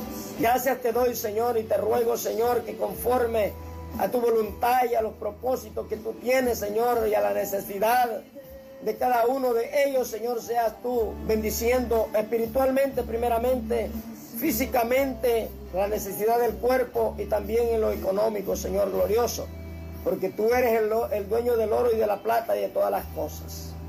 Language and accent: Spanish; Amapala, Valle, Honduras; born there; now in Puerto Cortés, Honduras; ya que nosotros somos nacidos en Amapala, pero en realidad hemos vivido bastante tiempo ahí en Cortés.